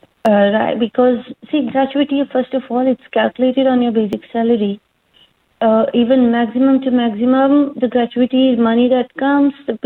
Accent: India; moved away; I'm an Indian

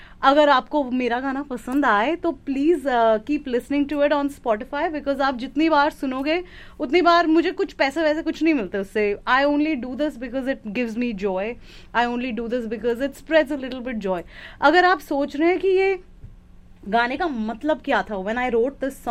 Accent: Delhi, India; Because भाई हम दिल्ली वाले हैं, दिल्ली वाले ऐसी बात करते हैं.

